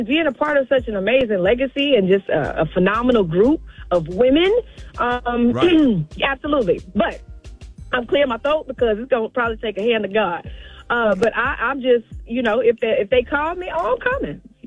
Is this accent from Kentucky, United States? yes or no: no; Houston, Texas, United States; I mean, I wouldn't call it Ratchet. Like, I'm from Houston, so I love